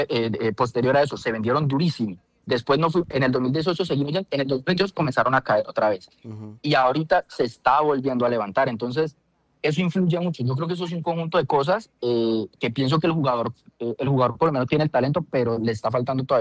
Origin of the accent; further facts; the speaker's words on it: Colombia; Porque nosotros como colombianos, nosotros, o sea, el tema